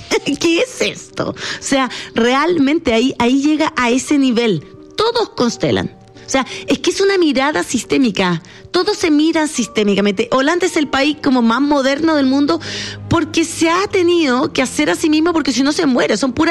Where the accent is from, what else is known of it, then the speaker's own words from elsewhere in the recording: Chile; moved away as an adult; now in Europe; Nos fuimos a vivir a Europa porque … yo soy croata y alemana, pero fui criada … completamente chilena.